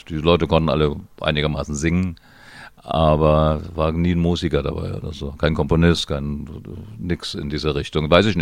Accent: Radebeul, Saxony, Germany; ich bin ja in Radebeul groß geworden

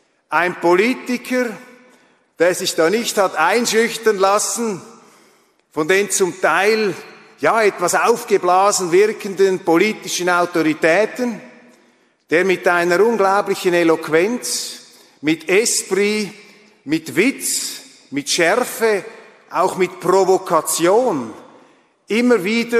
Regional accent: Switzerland; für mich als Schweizer

